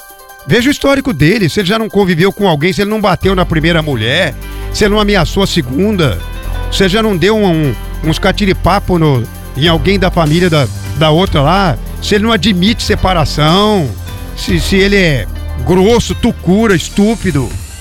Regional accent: Jacarezinho, Paraná, Brazil; moved away; em Jacarezinho, lá na minha terra natal.

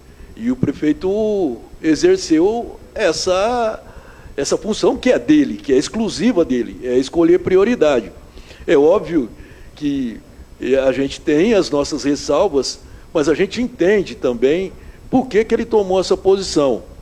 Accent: Brazil; born or raised there

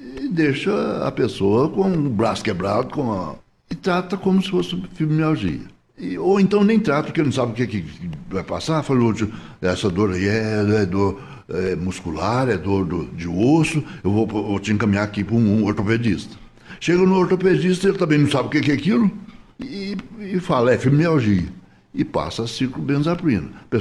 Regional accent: Minas Gerais, Brazil; Ah, sou mineiro, né?

